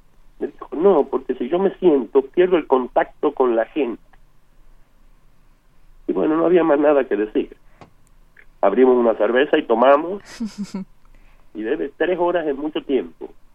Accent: Tucumán, Argentina; Yo, como soy de Tucumán

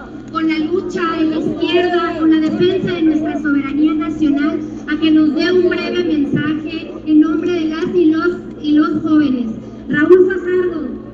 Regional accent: Chihuahua, Mexico; la gran mayoría de los que estamos aquí somos chihuahuenses

